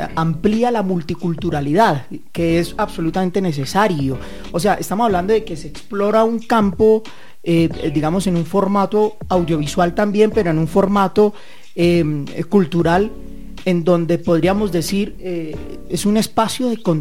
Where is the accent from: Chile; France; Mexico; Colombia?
Colombia; Santander; now in Bogotá, Colombia; no es mi paisano santanderiano